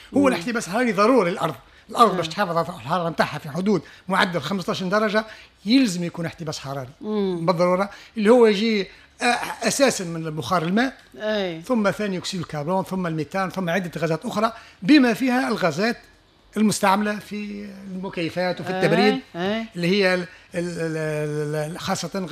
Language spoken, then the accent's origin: Arabic; Tunisia